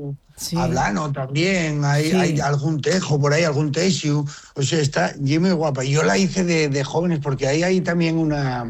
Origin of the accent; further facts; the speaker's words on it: Asturias, Spain; born there; Yo te diría también que fuesen a Valle, arriba a La Collada, que ves Picos de Europa, que ves el Sueve, que ves... Pero no quiero que vayan, porque es mi pueblo.